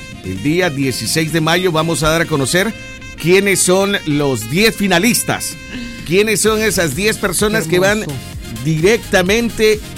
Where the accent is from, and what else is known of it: El Salvador